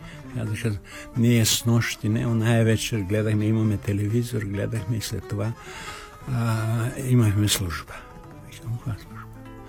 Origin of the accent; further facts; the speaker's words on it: Plovdiv, Plovdiv Province, Bulgaria; А аз съм от Пловдив.